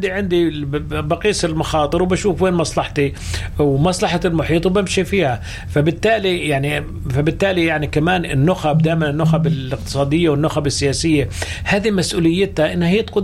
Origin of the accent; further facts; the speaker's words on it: Palestine; إحنا كفلسطينيين